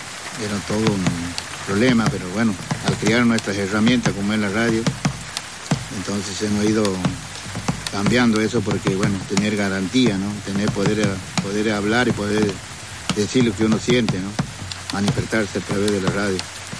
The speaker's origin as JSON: {"language": "Spanish", "town": "Rincón de Saladillo", "country": "Argentina", "said": "Bueno, buenas tardes … vengo del Rincón de Saladillo, la cuna de los rebeldes."}